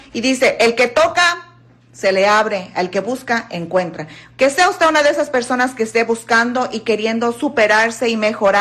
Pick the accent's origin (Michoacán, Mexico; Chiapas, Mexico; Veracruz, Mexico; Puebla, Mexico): Michoacán, Mexico; No, soy de Michoacán.